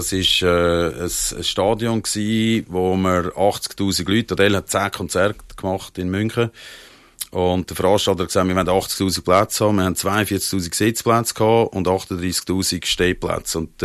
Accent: Central Switzerland, Switzerland; ich komme natürlich eigentlich aus der Innerschweiz

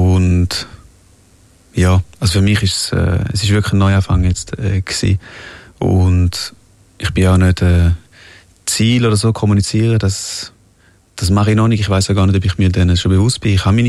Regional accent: Switzerland; Aber ich bin Schweizer, ich bin mega stolz und für mich ist es mega schön gewesen, hier aufzuwachsen und ich will auch hier bleiben.

